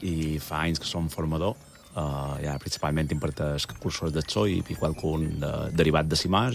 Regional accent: Sant Joan, Balearic Islands, Spain; som de Sant Eugeni i visc en Espujet, una barriada de Sant Eugeni.

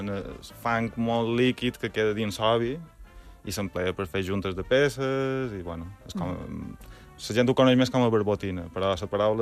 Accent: Palma, Balearic Islands, Spain; Nosaltres som de la Gerreria.

